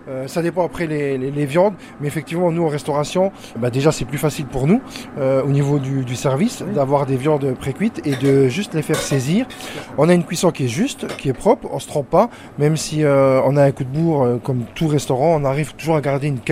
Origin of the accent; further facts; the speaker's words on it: Grand Est, France; on a des très bonnes viandes chez nous en Lorraine